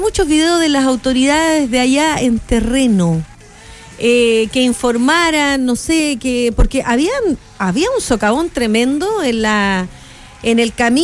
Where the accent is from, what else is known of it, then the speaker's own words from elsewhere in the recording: Iquique, Tarapacá, Chile; yo que soy iquiqueña